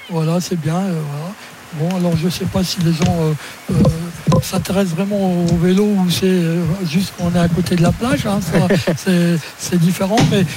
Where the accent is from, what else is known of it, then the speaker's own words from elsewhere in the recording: Amnéville, Grand Est, France; je suis de Lorraine d'origine, à Amnéville, quand on avait eu une ville étape à Amnéville.